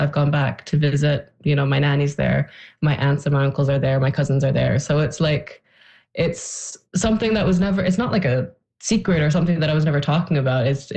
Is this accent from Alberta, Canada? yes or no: no; Newfoundland and Labrador, Canada; born there; I mean, I was born in Newfoundland.